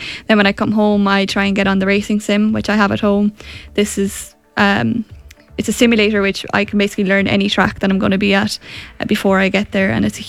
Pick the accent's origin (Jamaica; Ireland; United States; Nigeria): Ireland; I'd qualified for the Formula Woman Nations Cup as an Irish competitor